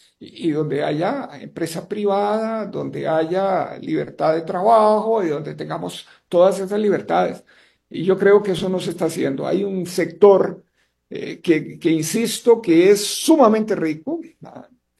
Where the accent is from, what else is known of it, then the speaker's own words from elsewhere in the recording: Costa Rica; yo me siento costarricense